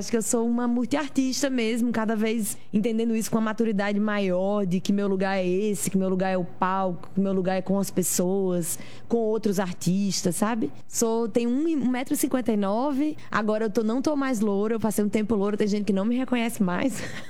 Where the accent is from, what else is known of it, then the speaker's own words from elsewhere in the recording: Natal, Rio Grande do Norte, Brazil; moved away as an adult; now in Southeast Brazil; eu sou do Rio Grande do Norte, mais especificamente de Natal. Saí de Natal há alguns anos para morar no Sudeste